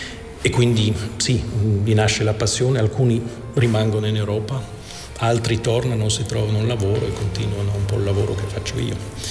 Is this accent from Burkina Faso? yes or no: no; Flanders, Belgium; Italian is a second language; moved away as an adult; now in Marche, Italy; sono cresciuto nelle Fiandre vicino a Bruges